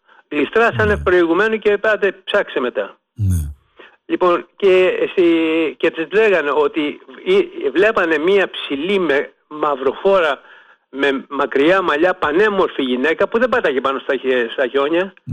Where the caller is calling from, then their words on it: Ano Boularioi, Peloponnese, Greece; είμαστε από το Γερολιμένα. Με το Επίνιο στο Γερολιμένα και από τους Πάνω Μπουλαριούς, το συγκεκριμένο μας χωριό.